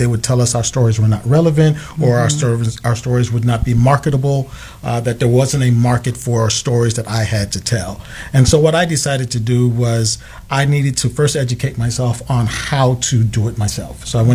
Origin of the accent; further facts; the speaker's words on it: Chicago, Illinois, United States; born there; I'm from Nigeria and from Chicago. I was born here in Chicago.